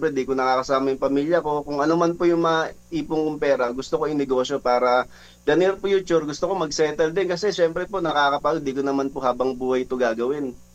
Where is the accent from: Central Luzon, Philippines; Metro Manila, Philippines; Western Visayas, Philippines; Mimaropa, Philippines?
Metro Manila, Philippines; Las Piñas; now in Quezon City, Philippines; Taga Las Piñas talaga ako, tubong Las Piñas ako. Pero dito ako ngayon naniniraan sa Quezon City.